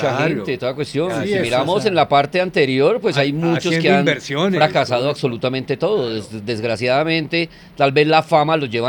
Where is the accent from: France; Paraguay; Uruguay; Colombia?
Colombia; born there; en el barrio donde yo nací, que fue el barrio Bellavista en el occidente, detrás de la Cruz Roja